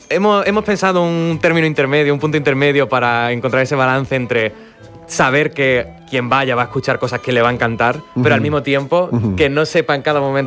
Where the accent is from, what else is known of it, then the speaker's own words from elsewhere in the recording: Málaga, Andalusia, Spain; moved away as an adult; now in Córdoba, Spain; llevaba muy poquitos meses en Córdoba, uh-huh, que la ciudad me ha cogido de maravilla, yo soy malagueño.